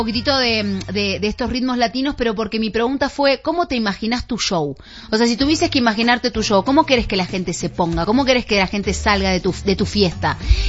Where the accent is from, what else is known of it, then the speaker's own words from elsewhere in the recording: Argentina; moved away; en Argentina pasó que en enero fui a hacer un show en mi país